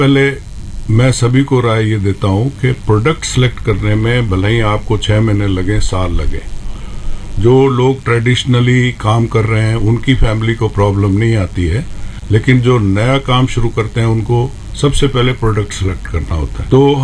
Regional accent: Rajasthan, India; हम राजस्थान के रहने वाले हैं

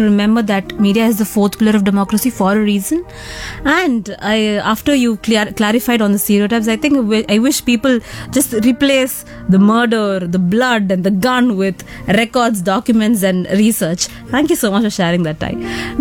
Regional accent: India

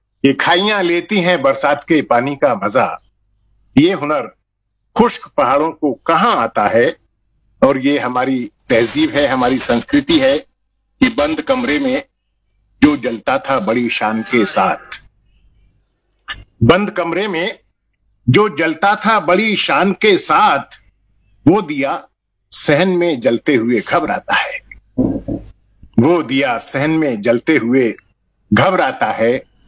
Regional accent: Uttar Pradesh, India; moved away as an adult; now in Moradabad, India; मैं मुरादाबाद जनपद के पास ही एक गांव है पूरी रवाना

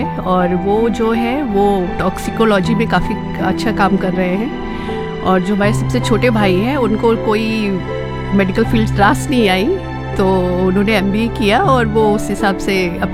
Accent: Ambedkar Nagar, Uttar Pradesh, India; moved away as an adult; also born or lived in Allahabad; now in Gonda, India; Because I am married in Allahabad. सो और ऐसे मैं बेसिकली जो मेरे पेरेंट्स हैं और मैं रहने वाली अम्बेडकर नगर की हूँ।

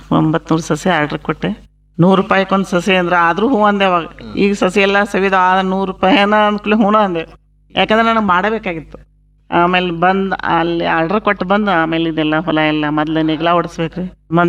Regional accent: Belagavi district, Karnataka, India; ನಮ್ಮ ಊರು ಮೇಟಲ್ ಗ್ರಾಮದ ವಾಸಿ ಇರುತ್ತೇನೆ.

